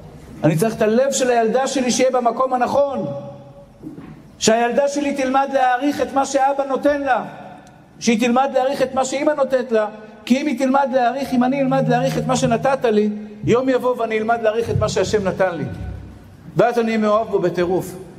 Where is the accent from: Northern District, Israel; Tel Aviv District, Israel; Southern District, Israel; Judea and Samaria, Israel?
Tel Aviv District, Israel; Tel Aviv; הילד הקטן שנולד בשכונת התקווה. אני תמיד זוכר מאיפה באתי, אני לא אשכח את זה לעולם.